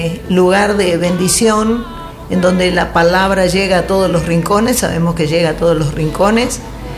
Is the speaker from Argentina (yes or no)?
yes; Argentina; now in Peru; soy de Argentina, estoy viviendo en Perú